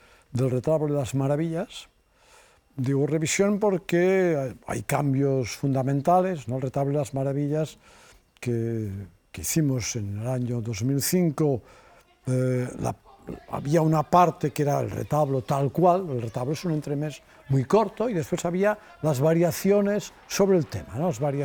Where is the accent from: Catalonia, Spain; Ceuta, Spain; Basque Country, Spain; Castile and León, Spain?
Catalonia, Spain